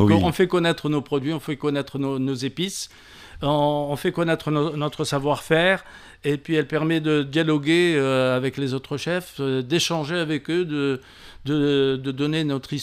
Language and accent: French; Tunisia; C'est pas parce qu'on est tunisien, mais elle est...